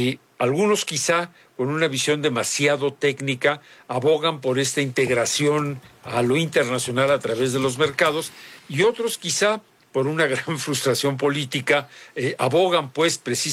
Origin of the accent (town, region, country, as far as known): Mexico